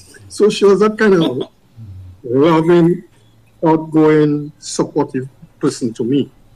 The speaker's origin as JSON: {"language": "English", "town": "Goodwill", "region": "Saint George", "country": "Dominica", "tie": "born or raised there", "said": "we grew up in Goodwill"}